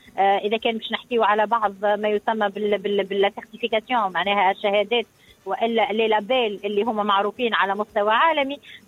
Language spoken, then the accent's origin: Arabic; Tunisia; انا نقولهم انا جسوي تونيزيا انا تونسية ونحب بلادي ونحب ناكل من خيرات بلادي